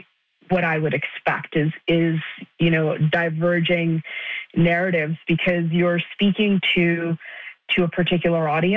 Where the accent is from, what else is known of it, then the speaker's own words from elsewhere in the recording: Canada; And I don't think that's just because I'm Canadian.